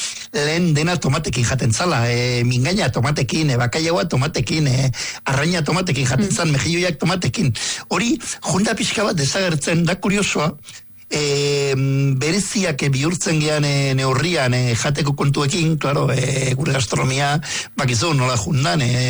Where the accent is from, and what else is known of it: Basque Country, Spain; born or raised there